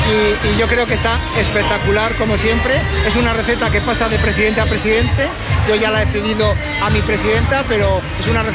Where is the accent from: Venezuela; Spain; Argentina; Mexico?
Spain; Logroño, La Rioja; yo siempre digo las fiestas de mi pueblo, luego me dicen, pues somos capital, por supuesto, pero se viven como un gran pueblo, en la calle, cualquiera, en los chamizos, la música constante de nuestras peñas. Entonces sí, es un buen momento para vivir Rioja, riojanismo, y para disfrutar de Logroño.